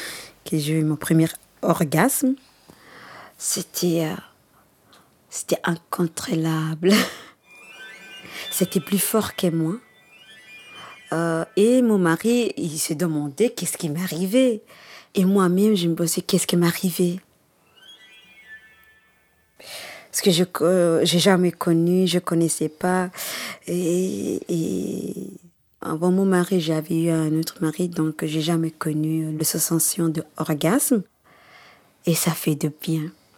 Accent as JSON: {"language": "French", "country": "Somalia", "moved": "as an adult", "lives_now": "Belgium", "said": "Je suis originaire de Somalie. Je suis en Belgique depuis 20 ans et j'ai 37 ans aujourd'hui."}